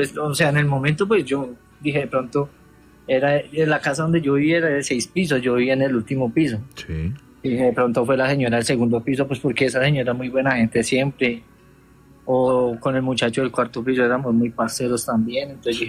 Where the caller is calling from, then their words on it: Soacha, Cundinamarca, Colombia; Desde Soacha.